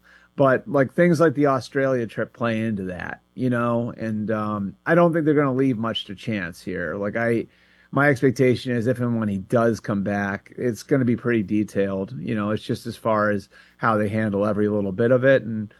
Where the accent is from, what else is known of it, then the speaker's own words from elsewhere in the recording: Northeast, United States; quite frankly, I'm from the Northeast, so I feel like I can say this